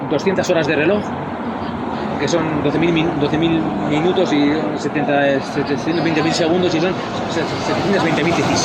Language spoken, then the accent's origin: Spanish; Basque Country, Spain; Yo vengo de Berri, que es un pueblo más pequeño